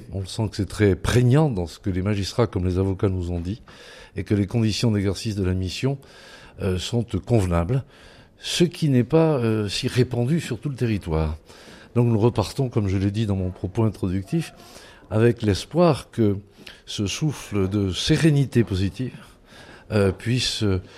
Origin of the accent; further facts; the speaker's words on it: Rodez, Occitanie, France; moved away; je suis originaire d'encore plus près, de Rodez.